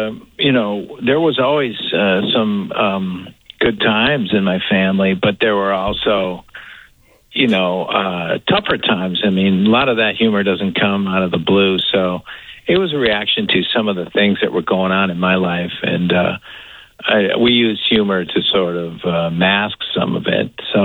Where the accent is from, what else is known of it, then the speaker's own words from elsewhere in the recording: Madison, Wisconsin, United States; moved away; I grew up in Madison and I went to Marquette.